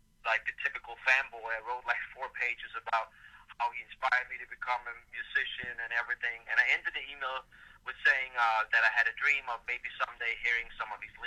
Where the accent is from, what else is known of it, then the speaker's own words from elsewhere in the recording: Copenhagen, Capital Region of Denmark, Denmark; moved away; So I grew up in Copenhagen, Denmark, and I lived over there at that time.